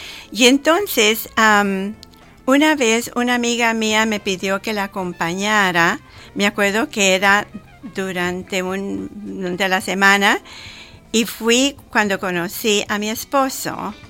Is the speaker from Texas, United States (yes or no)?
yes; El Paso, Texas, United States; born there; now in Louisville, United States; yo nací en El Paso, Texas, y mis padres eran de raíces, obviamente, mexicanas. Mi mamá nació en Durango, México, Durango, México